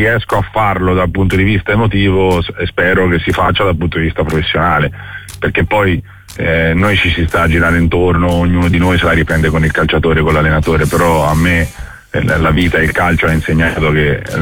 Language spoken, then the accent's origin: Italian; Florence, Tuscany, Italy; perché sono di Firenze e tifoso della Fiorentina